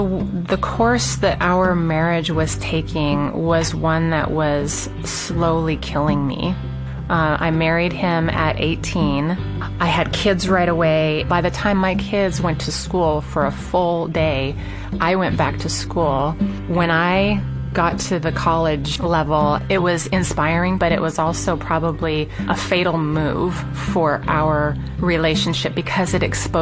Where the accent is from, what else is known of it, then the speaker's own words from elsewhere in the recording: Garden Grove, California, United States; I grew up in Garden Grove, California.